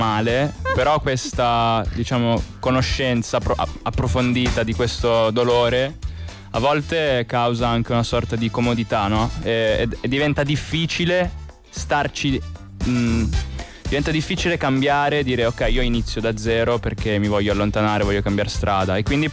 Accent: Genoa, Liguria, Italy; moved away as an adult; now in Milan, Italy; io sono di Genova, ho vissuto a Genova fino all'anno scorso, quando poi mi sono trasferito a Milano.

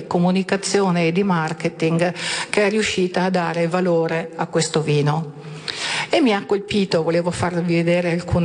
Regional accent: Mazzurega, Veneto, Italy; ambedue le nostre origini sono della Valpolicella. Io di Mazzurega, mio papà è nato a Mazzurega, per cui vicino a Fumane. Sui documenti ufficiali c'è scritto nato a Sant'Ambrogio, però comunque è Mazzurega

